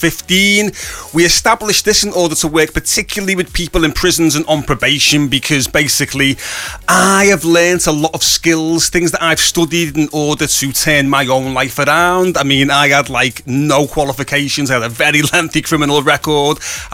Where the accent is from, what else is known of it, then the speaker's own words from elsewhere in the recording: Rainhill, North West England, United Kingdom; also born or lived in Old Swan, Liverpool; I was brought up in Rainhill and then I lived in Old Swan, like either side, you know what I mean? Yeah. Now I'm over here on the Whittle.